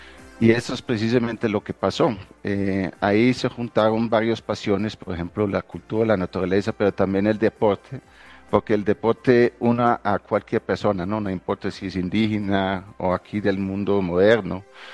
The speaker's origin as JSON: {"language": "Spanish", "country": "Netherlands", "second_language": "Spanish", "moved": "yes", "lives_now": "Colombia", "said": "Yo llevo 22 años en Colombia, originalmente soy de Holanda."}